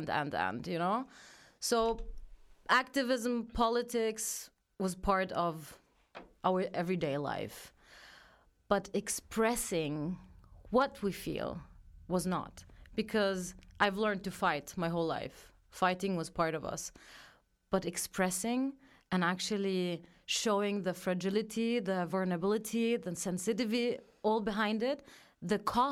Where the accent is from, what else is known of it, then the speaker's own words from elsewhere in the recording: Vienna, Austria; first language German; English is a second language; Tunisian here in Austria, it's a complicated relationship. I was born here in Vienna, so I grew up here. And I grew up in a very closed community. So I did face a lot of racism, also being as a Palestinian.